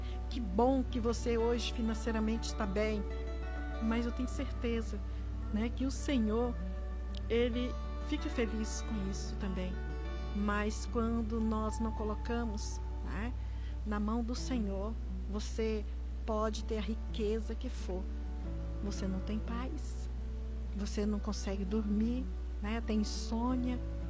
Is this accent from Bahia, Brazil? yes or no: yes; Bahia, Brazil; now in Pindamonhangaba, Brazil; Eu oro muito pela minha cidade, Pindamonhangaba. Eu amo Pindamonhangaba, sou baiana, tá? Mas eu amo Pindamonhangaba.